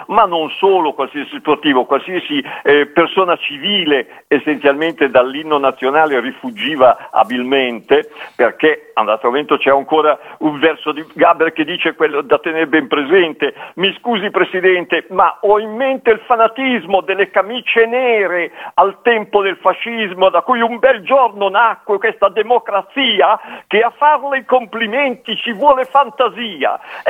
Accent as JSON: {"language": "Italian", "town": "Milan", "region": "Lombardy", "country": "Italy", "tie": "born or raised there", "said": "perché sono nato e vivo a Milano"}